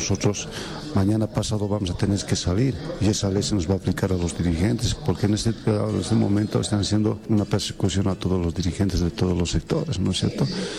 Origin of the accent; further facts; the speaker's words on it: Bolivia; hay que ponerse a pensar también que todos somos bolivianos, de todos los sectores, ¿no es cierto?